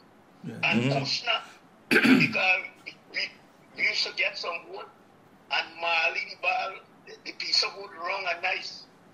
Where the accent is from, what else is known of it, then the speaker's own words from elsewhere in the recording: Queenstown, Pomeroon-Supenaam, Guyana; Yeah, my childhood days in Queenstown, Essequibo was wonderful.